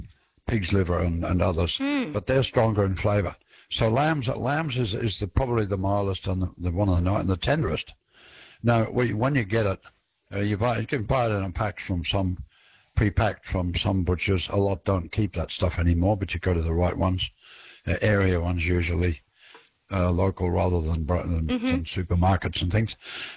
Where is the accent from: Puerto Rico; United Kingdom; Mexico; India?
United Kingdom; Northern Ireland; now in Australia; I grew up when I grew up in Northern Ireland in the UK.